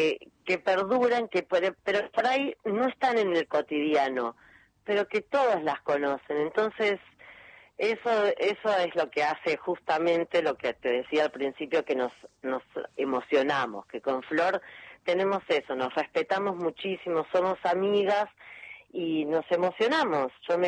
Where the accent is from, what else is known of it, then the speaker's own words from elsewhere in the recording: Argentina; somos mujeres, somos argentinas, y claro, entonces